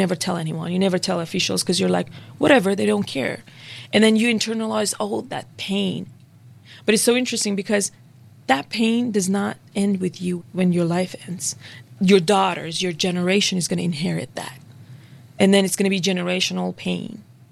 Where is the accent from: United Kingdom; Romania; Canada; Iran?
Iran; now in United States; It's very ironic because I'm from Iran and we can't have freedom of speech.